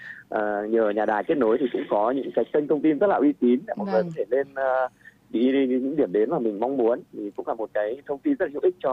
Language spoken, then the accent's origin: Vietnamese; Ha Giang, Vietnam; Em thì em quê gốc em ở Hà Giang.